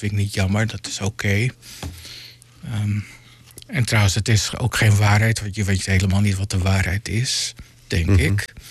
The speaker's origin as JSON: {"language": "Dutch", "region": "Western Cape", "country": "South Africa", "tie": "born or raised there", "moved": "yes", "said": "Het is eigenlijk een herinnering aan mijn jeugd in Zuid-Afrika, aan Blauwbergstrand."}